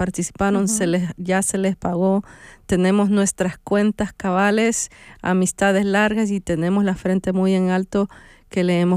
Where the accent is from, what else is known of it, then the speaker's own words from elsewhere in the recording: El Salvador; pues no solo de El Salvador, pero bueno, siendo salvadoreña, yo quisiera tener algo salvadoreño